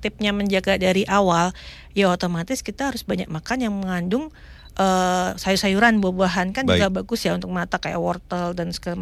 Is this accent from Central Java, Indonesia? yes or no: yes; Pekalongan, Central Java, Indonesia; kita orang Pekalongan